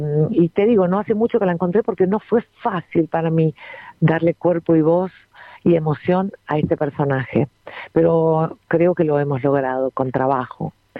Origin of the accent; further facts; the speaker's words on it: La Plata, Buenos Aires Province, Argentina; born there; si bien yo soy platense, yo soy nacida en La Plata